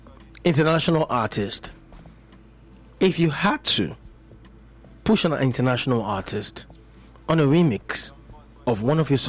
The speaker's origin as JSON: {"language": "English", "region": "Lagos", "country": "Nigeria", "tie": "born there", "said": "I was born in Lagos."}